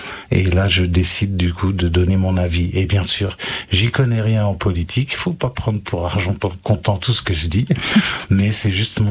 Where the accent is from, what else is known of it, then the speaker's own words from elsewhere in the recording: Briey, Grand Est, France; précisément de Briey.